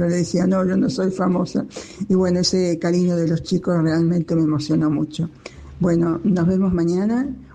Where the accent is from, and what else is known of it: Lanús, Buenos Aires Province, Argentina